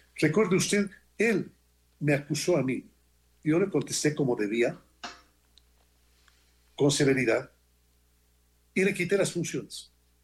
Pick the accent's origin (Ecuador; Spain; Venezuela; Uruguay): Ecuador; yo me quedo a vivir en mi país.